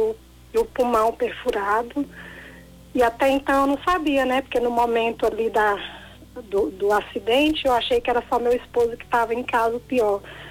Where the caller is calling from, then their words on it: Brasília, Federal District, Brazil; Eu tô falando de Brasília.